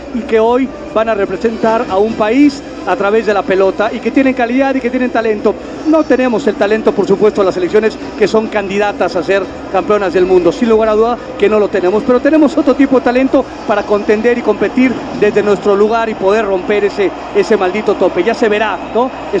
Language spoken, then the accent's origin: Spanish; Mexico; Tenemos esta grandísima capacidad como mexicanos, como mexicanas